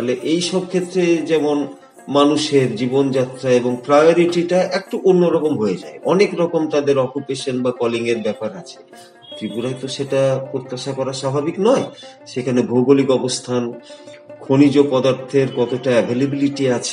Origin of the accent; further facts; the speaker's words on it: West Bengal, India; moved away as an adult; আমার জন্ম এবং বেড়ে ওঠা পশ্চিমবঙ্গে